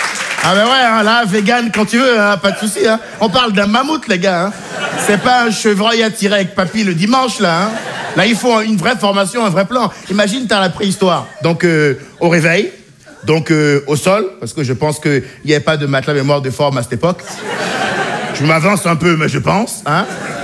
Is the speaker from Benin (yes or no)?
yes; Benin; born or raised there